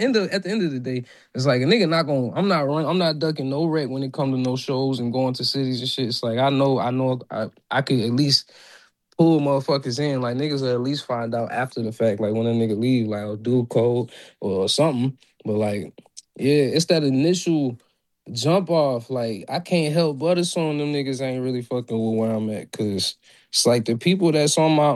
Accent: Virginia, United States; I'm from Virginia. I'm told all the time that I'm not even Southern for real, for real.

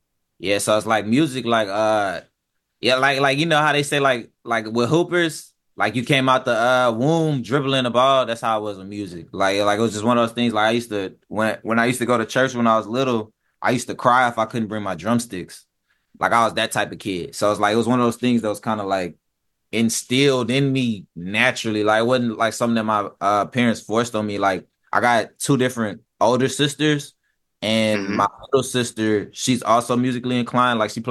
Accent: Louisiana, United States; I'm from Louisiana, so it's like the jazz is engraved in me.

